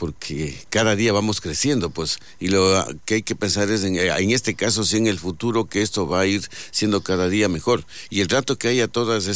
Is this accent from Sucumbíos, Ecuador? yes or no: yes; Lago Agrio, Sucumbíos, Ecuador; soy del Aguario